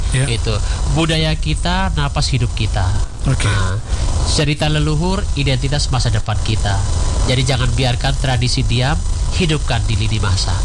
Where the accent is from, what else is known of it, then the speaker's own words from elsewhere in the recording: Ende, East Nusa Tenggara, Indonesia; kita itu adalah orang Ende.